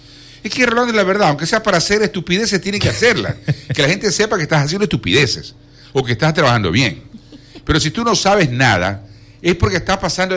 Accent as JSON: {"language": "Spanish", "town": "Quevedo", "region": "Los Ríos", "country": "Ecuador", "said": "Yo aquí, mi tierra, Quevedo, aquí en mi tierra"}